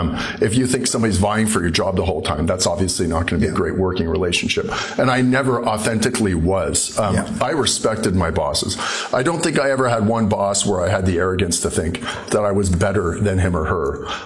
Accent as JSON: {"language": "English", "town": "Cape Breton", "region": "Nova Scotia", "country": "Canada", "tie": "born there", "said": "But I was born in Cape Breton, and I like to think that I was raised with good values and good character."}